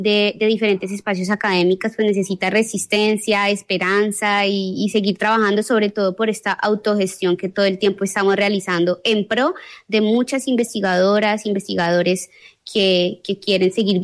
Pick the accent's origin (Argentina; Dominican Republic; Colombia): Colombia; Buga, Valle del Cauca; también pues yo soy de Buga